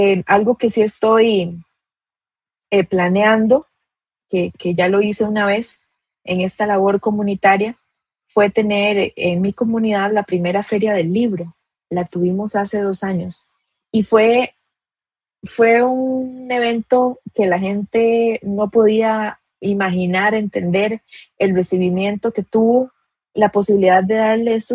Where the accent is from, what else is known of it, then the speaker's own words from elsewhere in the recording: Costa Rica; tengan un pedacito de lo que yo soy, de Costa Rica y de mí.